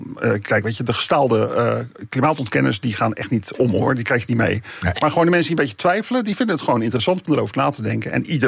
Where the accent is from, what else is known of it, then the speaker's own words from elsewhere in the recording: Rotterdam, South Holland, Netherlands; Als Rotterdammer denkt dan altijd van ja, dan komt Amsterdam onder water te staan